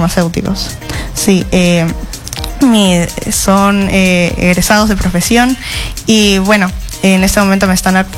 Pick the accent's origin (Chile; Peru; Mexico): Peru; Peruanos, somos muchas chicas, la verdad.